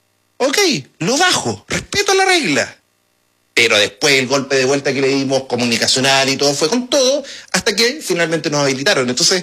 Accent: Antofagasta, Chile; me crié en el San Luis, Antofagasta, Colegio de Hombres.

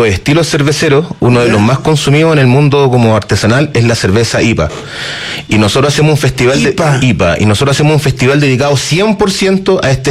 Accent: Concepción, Biobío, Chile; Sí, porque yo soy de Concepción, del sur, y allá también se toma harta malta con huevo.

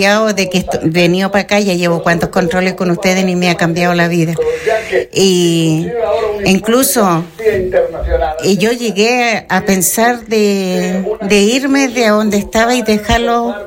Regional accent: Combarbalá, Coquimbo, Chile; Yo soy de acá, de Con Barbalá.

